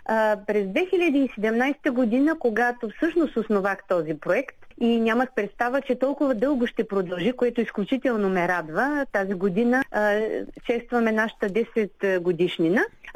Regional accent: Gabrovo, Gabrovo Province, Bulgaria; В момента аз я подарих на моя роден град Габрово

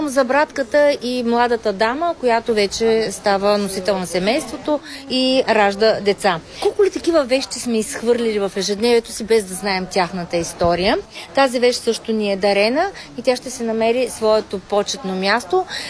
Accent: Dobruja, Bulgaria; защото за нас е важно и като доброджанци, и като българи да пазим християнските традиции.

